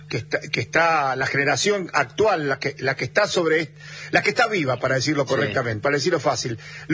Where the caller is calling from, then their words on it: Munro, Buenos Aires Province, Argentina; de Munro.